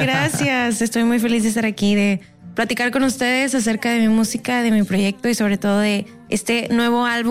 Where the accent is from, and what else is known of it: Monterrey, Nuevo León, Mexico